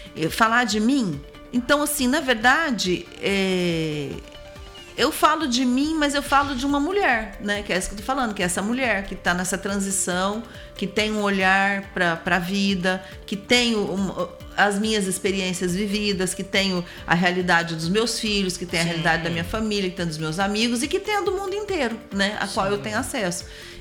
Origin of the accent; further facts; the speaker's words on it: Três Lagoas, Mato Grosso do Sul, Brazil; born there; eu nasci em Três Lagoas, nos anos 70